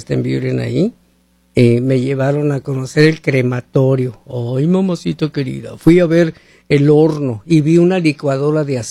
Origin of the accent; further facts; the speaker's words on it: Mexico; así somos los mexicanos